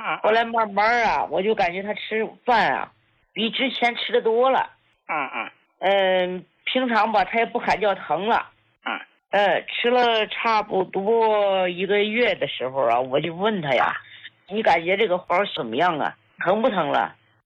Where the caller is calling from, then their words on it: Shandong, China; 哎，你好，我是来自山东大同的听众。